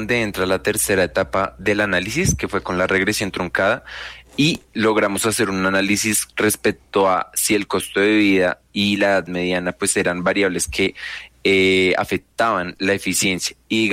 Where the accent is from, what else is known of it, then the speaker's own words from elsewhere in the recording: Colombia; en mi territorio, en mi país